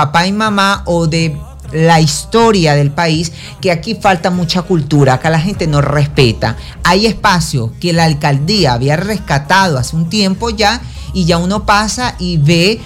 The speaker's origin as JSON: {"language": "Spanish", "country": "Venezuela"}